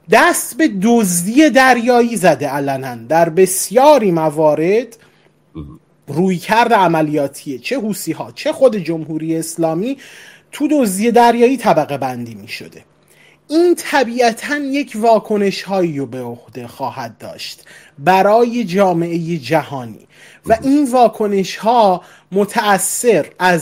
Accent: Iran; خب من به عنوان یه ایرانی خودم اصلا و بعدا موافق هیچ گونه تجاوز و حمله علیه خاک ایران نبودم و نیستم

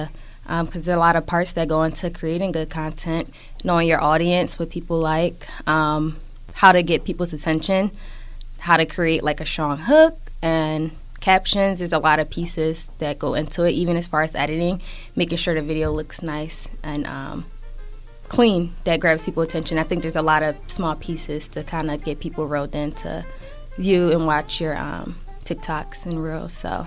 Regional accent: Philadelphia, Pennsylvania, United States; now in Pittsburgh, United States; I am from Philly, but I currently live in Pittsburgh. I am 24 years old.

